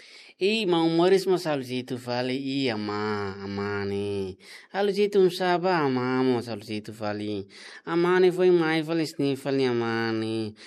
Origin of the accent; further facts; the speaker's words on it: Timor-Leste; English is a second language; I am from Timor Leste.